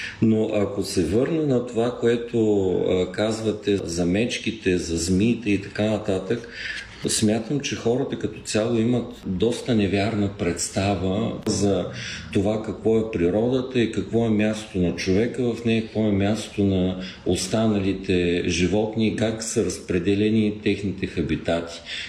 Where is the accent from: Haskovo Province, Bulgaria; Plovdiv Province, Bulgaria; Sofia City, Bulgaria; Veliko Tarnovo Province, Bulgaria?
Veliko Tarnovo Province, Bulgaria; Gorna Oryahovitsa; now in Bulgarian seaside; аз съм роден и израснал в Централна България. Пред Балкана, Горна Оряховица, Велико Търново, един район, който е изключително богат на реки, на корекции, на язовири. Планината е много близо